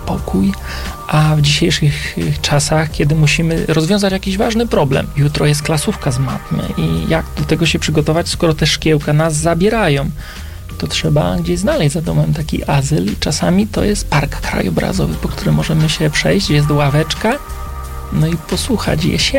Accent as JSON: {"language": "Polish", "town": "Kielce", "region": "Świętokrzyskie Voivodeship", "country": "Poland"}